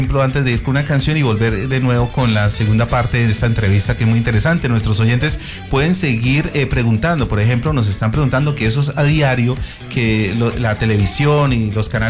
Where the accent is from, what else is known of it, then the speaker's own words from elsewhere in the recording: Bucaramanga, Santander, Colombia; Incluso hay un sector, yo soy de Santander, de Bucaramanga, y hay un sector en la Mesa de los Santos que allá tiembla cada 2 segundos.